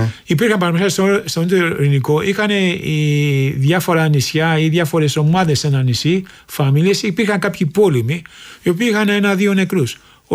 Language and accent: Greek; Peristeri, Attica, Greece; born there; γεννήθηκα στο Περιστέρι, αλλά είμαι καταγωγή από την Κεφαλονιά και είμαι περήφανος που είμαι από την Κεφαλονιά. Η καταγωγή μου.